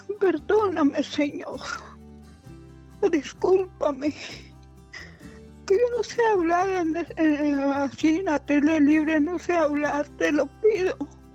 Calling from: Chihuahua, Mexico; Pues aquí, Chihuahua.

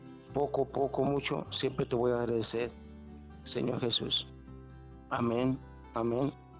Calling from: El Grullo, Jalisco, Mexico; De aquí, del Grullo, Jalisco.

